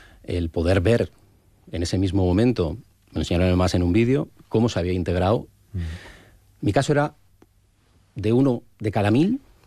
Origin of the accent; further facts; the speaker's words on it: Spain; Yo, evidentemente, espero el tiempo prudencial, como cualquier español, de cuando me vaya a tocar